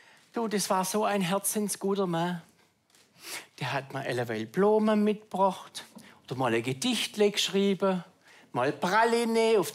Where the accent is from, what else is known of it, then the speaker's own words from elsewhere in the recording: Baden-Württemberg, Germany; Bei uns im Schwabenland wird so gekehrt, so wie es Natur nachgeweht hat.